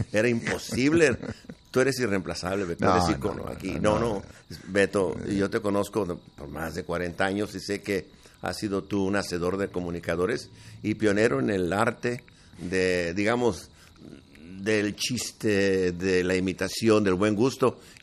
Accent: Tijuana, Baja California, Mexico; born there; also born or lived in Guadalajara, Jalisco; Ahí fue donde nací. Y me fui, siendo todavía un niño, a vivir a Tijuana.

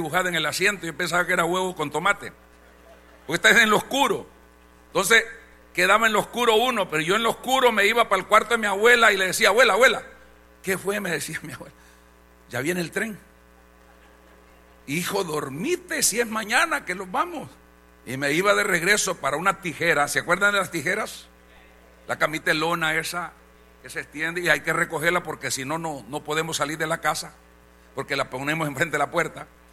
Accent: El Salvador; born there; cuando yo tenía 7 años, mi abuela dijo en mi cantón: hijo, mañana vamos a ir a San Salvador donde tu tía.

